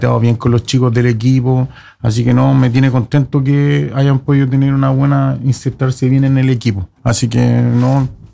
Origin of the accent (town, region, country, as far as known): Concón, Valparaíso, Chile; born or raised there